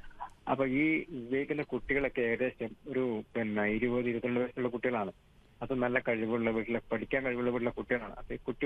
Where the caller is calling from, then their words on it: Taliparamba, Kerala, India; ഞാൻ കണ്ണൂർ തന്നെയാണ്, കണ്ണൂർ തളിപ്പുറമാണ്.